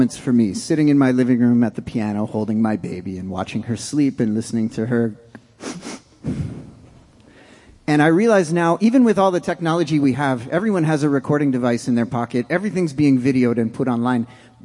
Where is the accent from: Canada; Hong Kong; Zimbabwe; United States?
Canada; … We're from Canada.